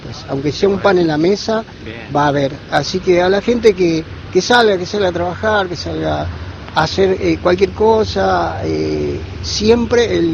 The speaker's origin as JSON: {"language": "Spanish", "country": "Argentina", "said": "Nosotros somos argentinos y somos del barro y sabemos gambetearla bien."}